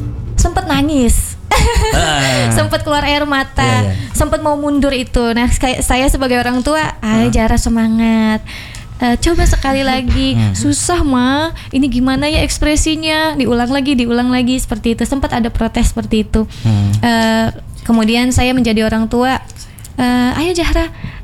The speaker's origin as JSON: {"language": "Indonesian", "region": "West Java", "country": "Indonesia", "said": "Kalau saya mah orang Sunda."}